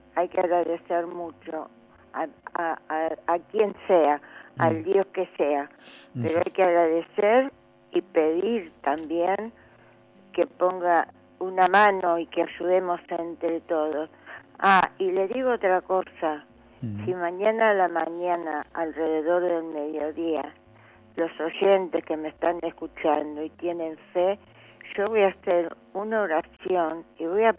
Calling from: Buenos Aires, Argentina; de Congreso.

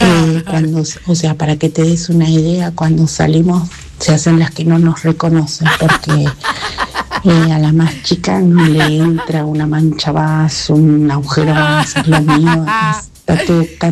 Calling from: Ingeniero White, Buenos Aires Province, Argentina; de White. Ayer no me presenté, soy de White.

